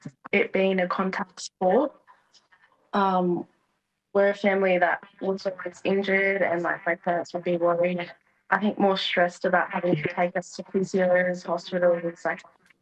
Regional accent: Penrith, New South Wales, Australia; born there; And I was born in Penrith, in a community hospital to be specific, here in Australia.

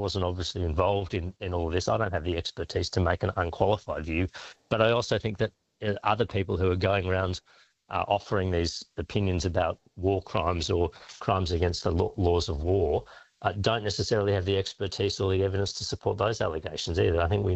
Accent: Australia; So all I can speak of is as an Australian parliamentarian, the senator

